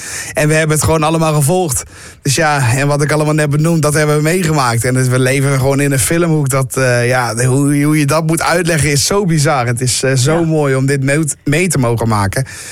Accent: Veenendaal, Utrecht, Netherlands; ik kom gewoon lekker uit Veenendaal, uit de provincie Utrecht. En daar blijf ik bij.

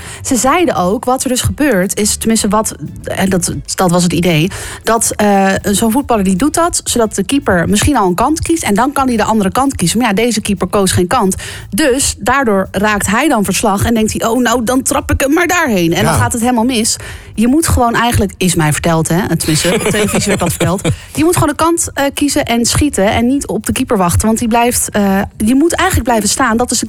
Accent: Utrecht, Netherlands; ik ben een echte Utrechter.

